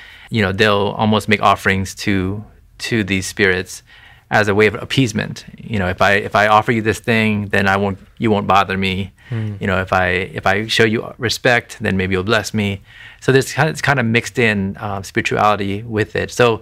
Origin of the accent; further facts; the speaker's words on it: United States; Yeah, I'm Thai American. So my parents are from Thailand. And if anyone knows anyone who's Thai, it's 95% of the population is Buddhist. Mm. So naturally, I grew up that way here, being in America